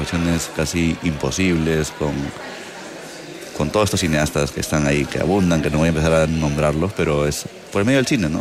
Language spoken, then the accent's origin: Spanish; Peru; Como peruano también, a veces ni siquiera uno no entiende, ¿no?